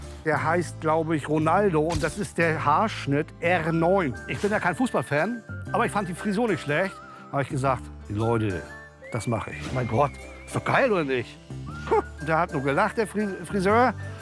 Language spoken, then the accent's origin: German; East Germany, Germany; born there; Ich bin waschechter Ossi, ich bin da geboren.